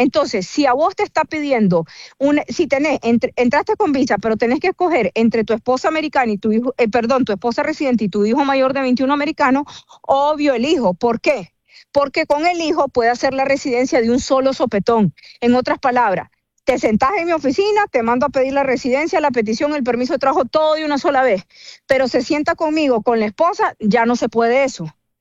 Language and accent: Spanish; Nicaragua; moved away as an adult; pero voy todo el tiempo a Nicaragua y mis papás, mis hermanos, todos viven allá y yo me crié allá. Incluso yo soy abogada, tengo 43 años y a los 23 me vine de Nicaragua